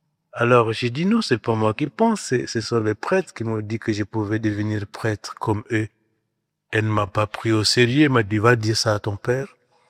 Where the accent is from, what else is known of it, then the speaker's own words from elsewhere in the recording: Guinea; Je suis de Guinée, en Afrique de l'Ouest. Je suis d'une famille chrétienne